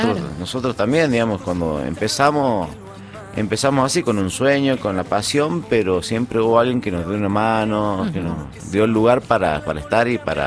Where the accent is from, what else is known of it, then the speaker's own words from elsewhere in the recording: northern Argentina, Argentina; Nosotros del norte